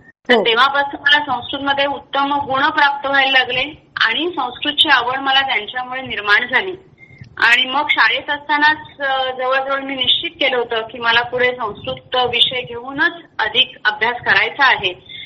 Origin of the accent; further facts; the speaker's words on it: Thane, Maharashtra, India; मी ठाण्यातच जन्मले, वाढले आणि आताही ठाण्यातच राहते.